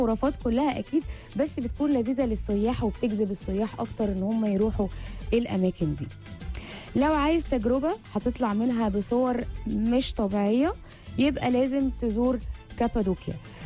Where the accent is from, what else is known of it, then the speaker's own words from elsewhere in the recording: Egypt; احنا كمصريين